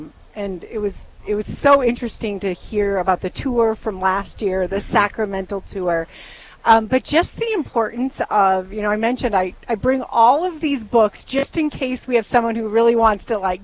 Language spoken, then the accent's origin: English; North Dakota, United States; now in Fargo, United States; I was born and raised in North Dakota, central North Dakota, but I lived in Fargo for over 30 years now.